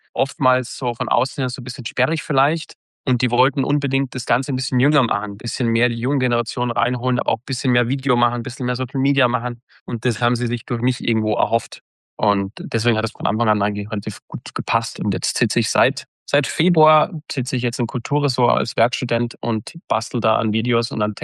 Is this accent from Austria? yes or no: yes; Austria; Aber es ist natürlich ein bisschen schwierig, wenn man als Österreicher vielleicht in den hohen Norden zieht